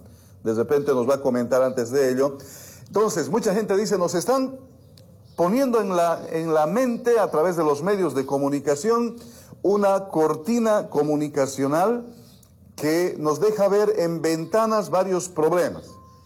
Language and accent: Spanish; Bolivia; ¿Y cómo nos han dejado a los bolivianos con estas deudas?